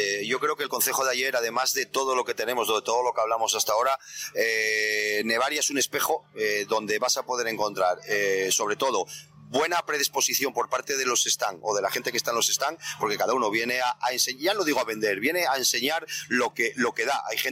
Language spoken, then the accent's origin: Spanish; Aller, Asturias, Spain; por mostrar mi tierra